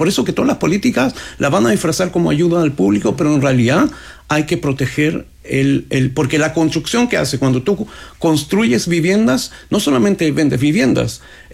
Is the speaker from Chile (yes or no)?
yes; Chile; La ventaja que tenemos como chileno de tener la UEF